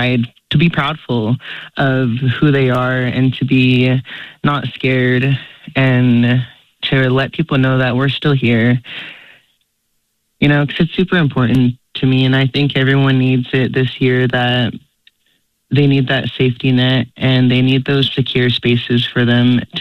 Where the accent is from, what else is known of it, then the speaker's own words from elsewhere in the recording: Fort Hall, Idaho, United States; now in Elko, United States; because I'm originally from Fort Hall, Idaho, from the Shoshone-Bannock tribes, and I've been in Elko the last 4 years.